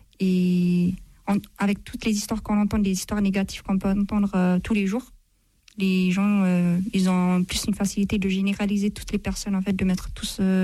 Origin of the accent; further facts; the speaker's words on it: Ethiopia; now in France; J'ai grandi en Éthiopie et on ne connaît pas le racisme, en fait. C'est ici, d'ailleurs, que j'ai découvert le racisme aussi.